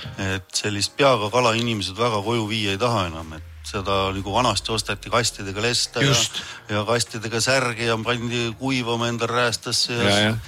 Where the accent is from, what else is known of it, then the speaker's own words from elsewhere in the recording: Hiiu County, Estonia; siin üles kasvanud, vanemad on hiidlased, no. Ise hiidlane.